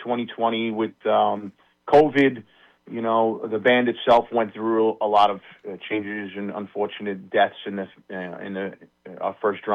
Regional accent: Long Island, New York, United States; Yeah, we're all from Long Island, New York.

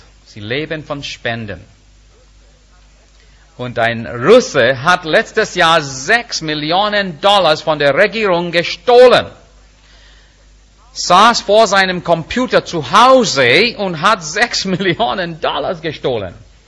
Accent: India; German is a second language; moved away; als Inder

